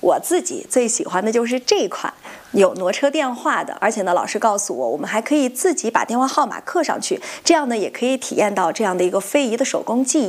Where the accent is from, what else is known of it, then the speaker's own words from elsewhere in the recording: Lanzhou, Gansu, China; born there; 我们从小就是吃着这些长大的